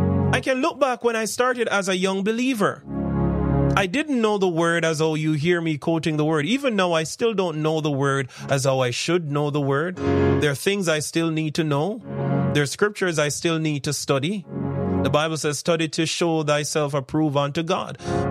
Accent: Jamaica; also born or lived in Richmond Park, Kingston; I'm from St. John's Road.

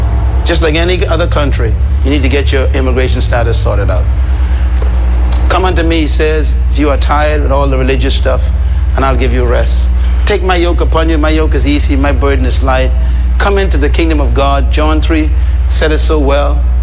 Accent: Bahamas; In England, when I landed, nobody knew I was from the Bahamas.

